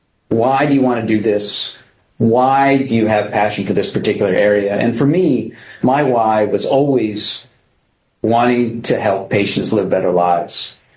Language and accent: English; New Haven, Connecticut, United States; Born and grew up around New Haven, Connecticut. I had parents that immigrated here from China, and I was one of two siblings.